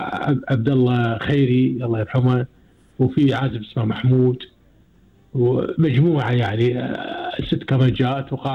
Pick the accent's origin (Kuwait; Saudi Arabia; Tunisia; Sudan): Kuwait; عندنا في الكويت